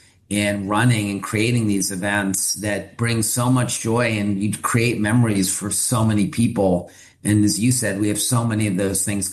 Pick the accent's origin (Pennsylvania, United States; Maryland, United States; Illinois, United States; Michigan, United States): Maryland, United States; Chevy Chase; when I grew up in Chevy Chase, Maryland, the suburb of Washington, as a young boy